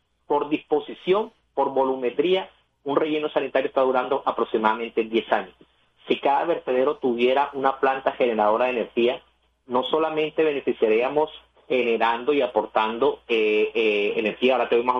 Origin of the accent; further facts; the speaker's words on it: Barranquilla, Atlántico, Colombia; bueno, yo soy barranquillero. Barranquilla actualmente cuenta con una planta que es insignia y debería ser orgullo para nosotros